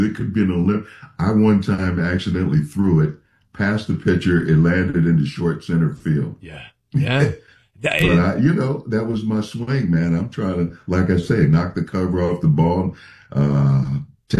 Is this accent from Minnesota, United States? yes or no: yes; Minnesota, United States; The Vikings, my hometown, drafted me.